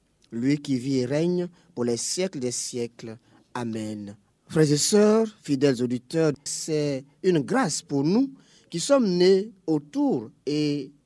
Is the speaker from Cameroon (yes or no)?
no; Côte d’Ivoire; en avril 2001 à Grand Bassam, chez nous en Côte d'Ivoire